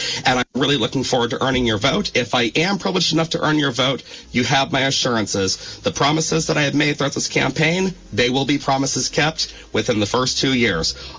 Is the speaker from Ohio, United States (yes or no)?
no; Rutland, Vermont, United States; My very first one was recorded at Peg TV of Rutland City, of all places, my hometown of Rutland County.